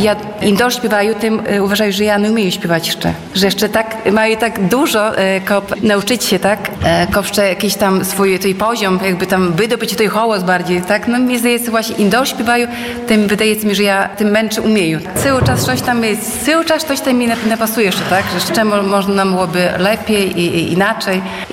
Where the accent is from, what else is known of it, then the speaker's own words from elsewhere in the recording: Łosinka, Podlaskie Voivodeship, Poland; now in Hajnówka, Poland; No, ja na przykład dojeżdżaję z Hajnówki, ale pochodzę z Łosinki i też jakby, no, związana no, sercem z Łosinki, tak, bo tutaj wychowała się, tutaj chodziła do szkoły